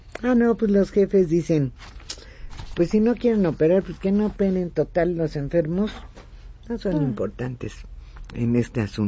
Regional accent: Mexico; para nosotros como mexicanos

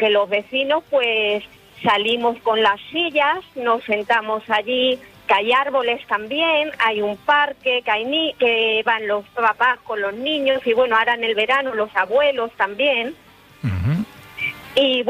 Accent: San Martín de Pusa, Castilla-La Mancha, Spain; Martín de Pusa es un pueblo de Toledo.

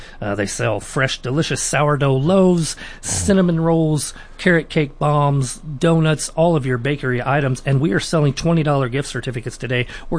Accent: Sedalia, Missouri, United States; now in Otterville, United States; I grew up in Sedalia and just live outside of Otterville a little bit.

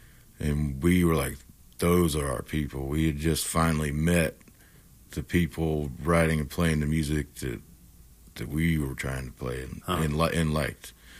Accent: Missouri, United States; born there; came back to Missouri

